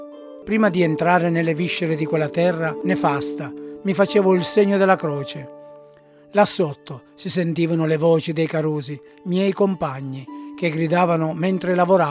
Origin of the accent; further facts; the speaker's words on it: San Cataldo, Sicily, Italy; ripenso alla tradizione del mio paese, San Cataldo, quando Livari e Variceddi sfilano in processione durante la Settimana Santa